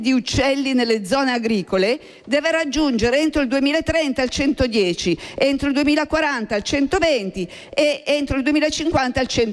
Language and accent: Italian; Lombardy, Italy; Io sono lombarda, sappiamo che i valichi montani sono principalmente in Lombardia.